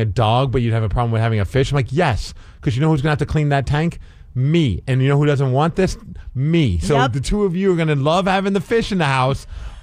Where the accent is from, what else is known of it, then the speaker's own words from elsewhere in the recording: New York City, New York, United States; I grew up in New York City. I never needed one.